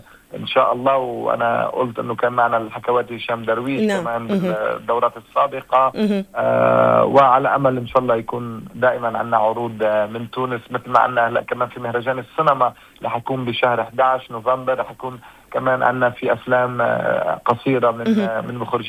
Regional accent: Lebanon; شارعنا اللبناني والعربي

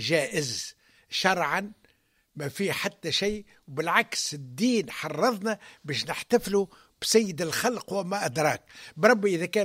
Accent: Tunisia

